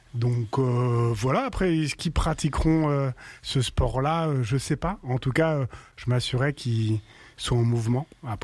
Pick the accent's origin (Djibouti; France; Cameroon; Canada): France; J'ai grandi en France et puis rêvé d'être footballeur